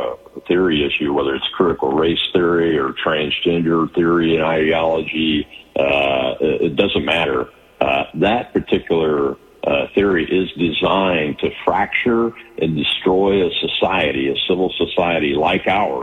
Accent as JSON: {"language": "English", "region": "Tennessee", "country": "United States", "tie": "born or raised there", "said": "But my origins come right out of West Tennessee"}